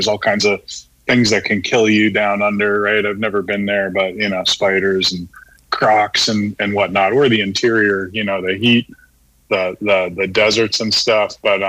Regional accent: Northeast, United States; Like I grew up in the Northeast and I went to school down in the SEC

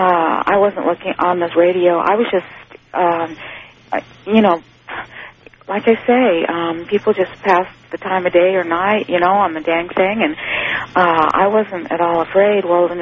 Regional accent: West Coast, United States; moved away; I didn't grow up in this area. I have ties back there, but I grew up on the West Coast.

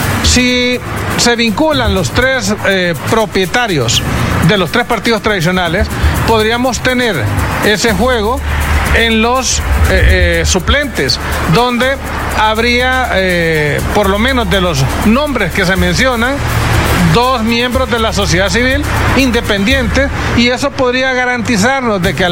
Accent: Honduras; nosotros como hondureños

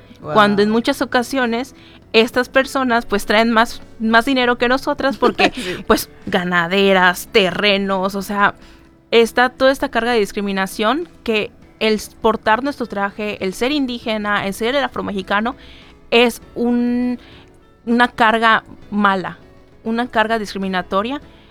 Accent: Yucatán, Mexico; yo soy yucateca, más yucateca que la longaniza

